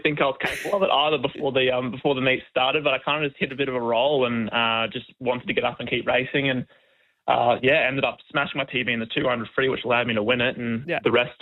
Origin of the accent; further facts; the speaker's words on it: Australia; being an Australian distance swimmer.